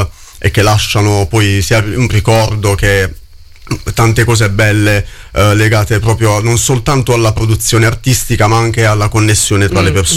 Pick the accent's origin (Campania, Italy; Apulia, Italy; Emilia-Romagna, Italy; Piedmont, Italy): Apulia, Italy; Mola di Bari; originario della Puglia, quindi Puglia, Mola di Bari per l'esattezza.